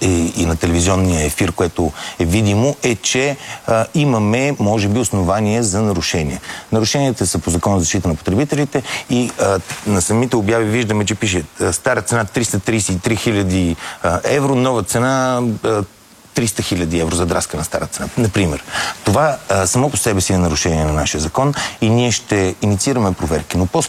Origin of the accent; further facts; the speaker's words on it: Sofia, Sofia City, Bulgaria; Аз съм софиянец и естествено предпочитах да е тук в София